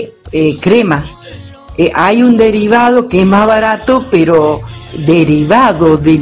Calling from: Argentina; de Cabilla Mercedes.

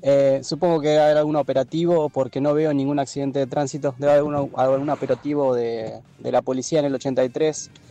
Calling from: Fernández Oro, Río Negro, Argentina; intentando volver a casa, a Fernández Oro.

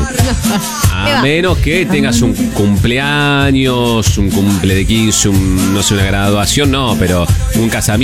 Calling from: San Nicolás, Buenos Aires Province, Argentina; de San Nicolás, siempre los escucho en el auto.

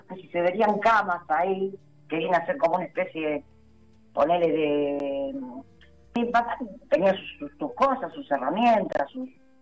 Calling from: Buenos Aires, Argentina; de Villa Urquiza.

